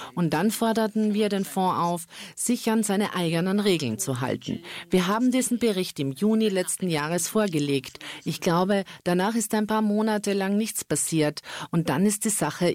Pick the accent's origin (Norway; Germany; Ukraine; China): Norway; Was wir als Norweger hören, ist, dass es euer Geld. Als norwegischer Bürger ist es dein Geld, oder?